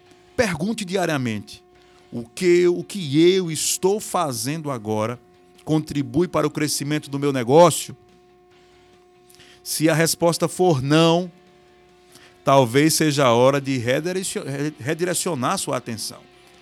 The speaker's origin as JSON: {"language": "Portuguese", "country": "Brazil", "said": "Estou falando para Brasil e de Brasil, porque sou brasileiro e estou aqui no Brasil."}